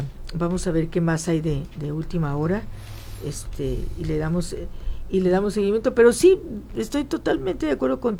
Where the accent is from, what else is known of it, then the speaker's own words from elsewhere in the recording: Guanajuato, Mexico; moved away as an adult; Yo soy de Guanajuato, y si algo tenía de presunción Guanajuato, era la educación. Cuando yo llegué a la Ciudad de México, a la UNAM, me dijeron, ¿dónde estudiaste tu prepa en Guanajuato?